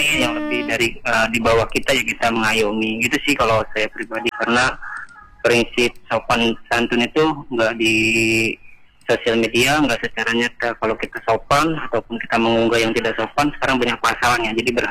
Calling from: Bandar Lampung, Lampung, Indonesia

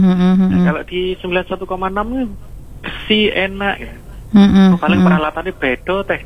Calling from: Balung, East Java, Indonesia; Di daerah sini, daerahku.

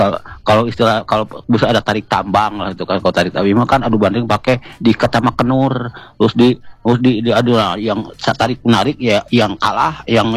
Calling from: Bandung, West Java, Indonesia

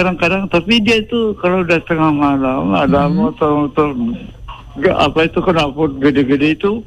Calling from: Pariaman, West Sumatra, Indonesia; Saya justru di daerah Pekandangan ini.

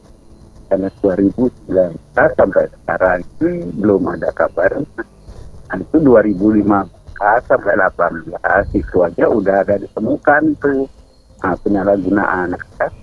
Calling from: Aceh, Indonesia

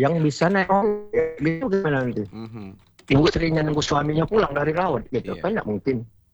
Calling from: Riau Islands, Indonesia; kalau di Mantang Baru itu memang desa saya.

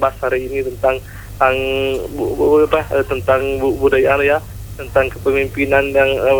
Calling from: South Sulawesi, Indonesia; kita sebagai orang Bugis Bone dan konteks sebagai anu bagi umat Islam

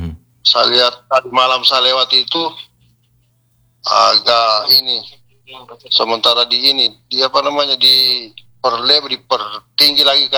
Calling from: Central Sulawesi, Indonesia; kita orang Pantai Timur

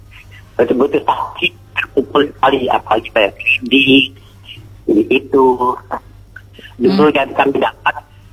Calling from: Bonti, West Kalimantan, Indonesia; Saya dari Bonti.

